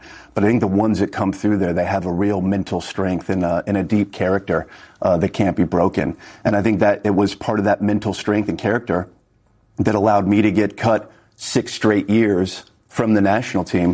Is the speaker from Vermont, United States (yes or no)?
no; Council Bluffs, Iowa, United States; He won my hometown, a community of Council Bluffs, by 10 points.